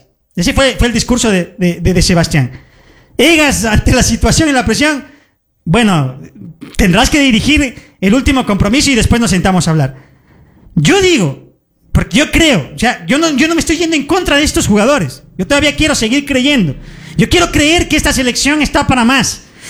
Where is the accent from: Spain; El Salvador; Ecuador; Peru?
Ecuador; nos llevó a todos los ecuatorianos